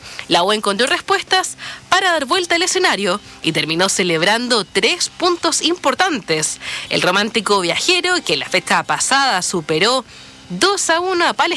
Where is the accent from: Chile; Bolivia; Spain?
Chile; Hoy no quiero hablar como deportista, quiero hablar como chileno.